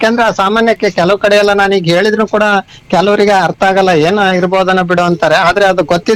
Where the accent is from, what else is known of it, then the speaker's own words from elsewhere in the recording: Rameshwara, Karnataka, India; moved away; ರಾಮೇಶ್ವರ ಅಂತಂದ್ರೆ ನಮ್ಮೂರ್ನಲ್ಲಿ ಒಂದು ಎರಡು ದೇವಸ್ಥಾನ ಇದೆ ಮೇಡಮ್ ಅವರೇ.